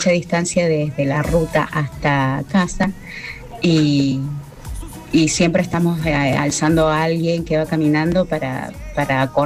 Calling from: Villa Carlos Paz, Córdoba, Argentina; Yo vivo en Punilla, en Carlos Paz.

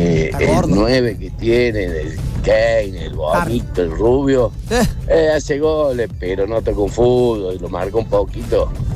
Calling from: Río Ceballos, Córdoba, Argentina; de Río Ceballo, que va para Córdoba

